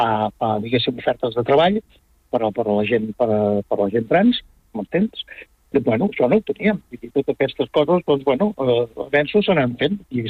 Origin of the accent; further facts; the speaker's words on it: Vic, Catalonia, Spain; Jo sí, jo sóc de Vic.